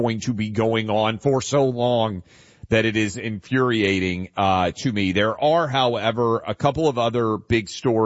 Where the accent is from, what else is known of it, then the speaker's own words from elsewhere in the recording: Tennessee, United States; my home state of Tennessee, Alabama, and Louisiana have all redrawn their congressional districts.